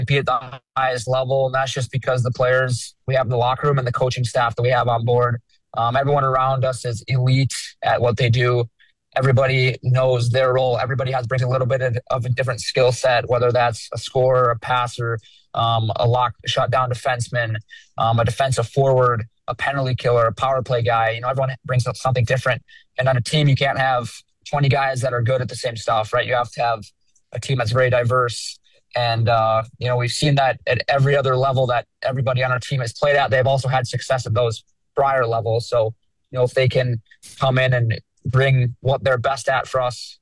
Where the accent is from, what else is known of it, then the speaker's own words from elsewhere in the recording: Minnetonka, Minnesota, United States; growing up in Minnetonka was great. No bad things to say there, only great things to say